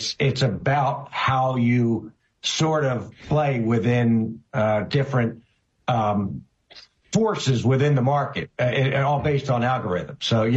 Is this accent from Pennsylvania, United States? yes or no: yes; Philadelphia, Pennsylvania, United States; Yeah, row house in Philadelphia, the Mayfair section.